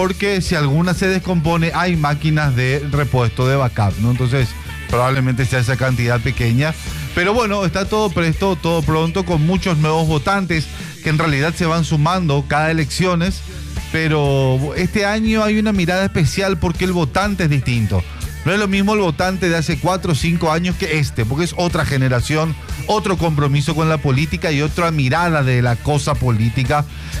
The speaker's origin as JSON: {"language": "Spanish", "region": "Asunción", "country": "Paraguay", "said": "nosotros somos de Asunción"}